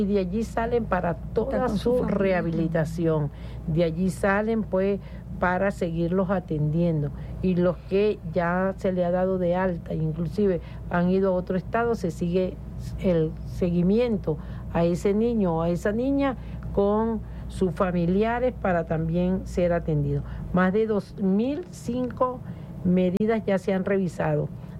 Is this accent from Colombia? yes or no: no; Venezuela; Nosotros somos venezolanos, somos venezolanas